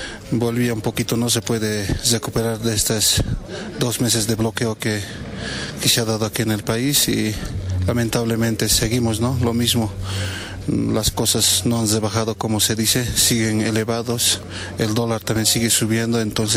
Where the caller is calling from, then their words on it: Bolivia; como un boliviano, esperando siempre con esa paciencia que se mejore nuestro país de Bolivia.